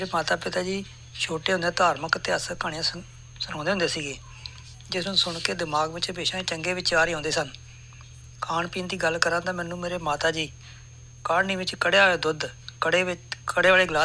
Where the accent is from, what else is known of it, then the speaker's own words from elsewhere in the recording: Sahibajpur, Punjab, India; born there; ਮੇਰਾ ਜਨਮ ਪਿੰਡ ਸਹਿਬਾਜਪੁਰ ਜ਼ਿਲ੍ਹਾ ਤਰਨ ਤਾਰਨ ਵਿੱਚ ਹੋਇਆ ਸੀ